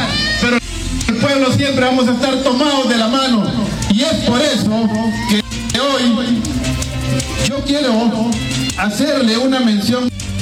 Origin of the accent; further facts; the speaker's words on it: San Francisco, Petén, Guatemala; Hoy podemos decir como sanfranciscano